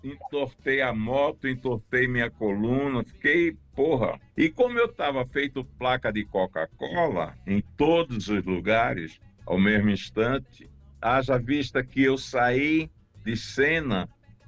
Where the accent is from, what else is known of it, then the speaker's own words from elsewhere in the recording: Pernambuco, Brazil; conseguiu uma verba para fazer um documentário comigo, que sou de Pernambuco.